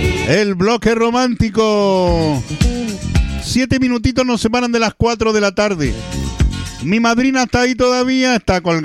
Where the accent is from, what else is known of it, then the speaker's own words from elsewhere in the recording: Casablanca, Valparaíso, Chile; Yo soy de Guasa Blanca.